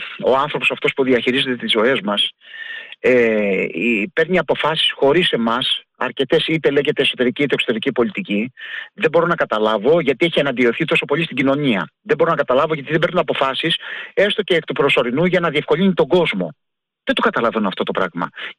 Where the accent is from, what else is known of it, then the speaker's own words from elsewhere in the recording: Patras, Western Greece, Greece; εγώ βλέπω την πόλη μου, την Πάτρα, αυτή τη στιγμή το πρωί να είναι μια έρημη πόλη.